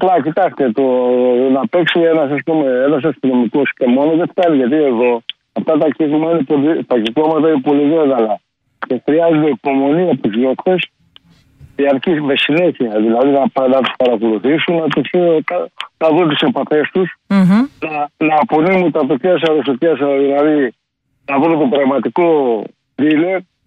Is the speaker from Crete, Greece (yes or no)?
no; Karditsa, Thessaly, Greece; Να σκεφτείτε στην Καρδίτσα. Ναι. Επειδή η πατρίδα μου το λέω